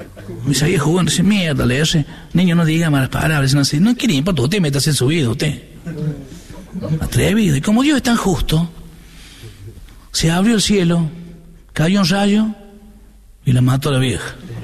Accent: San Francisco, Córdoba, Argentina; Yo soy de San Francisco, ¿no? No California, acá. Mandaba Santa Fe. Hincha de Sportivo, era en San Francisco.

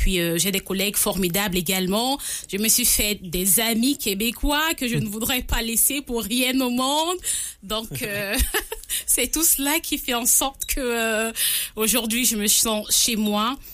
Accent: Cameroon; moved away as an adult; now in Canada; J'ai quitté le Cameroun il y a de cela 2 ans et demi. Au Cameroun, j'ai cumulé une expérience de journaliste pendant 11 ans.

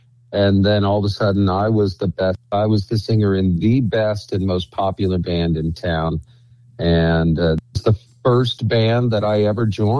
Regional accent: Arizona, United States; And to have a street in my hometown named after my song, I might be the only songwriter in Arizona history that has a street named after one of his songs.

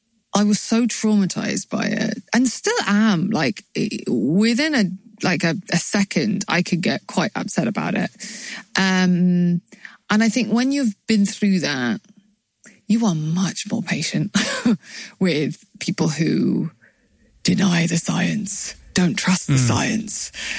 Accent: United Kingdom

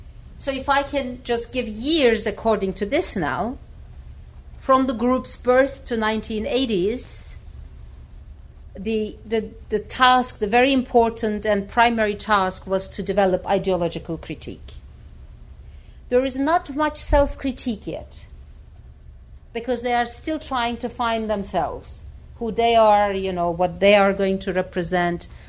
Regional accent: Tunceli Province, Turkey; if I'm, let's say, from Dersim, and I am from Dersim, you know, they would be mostly educated

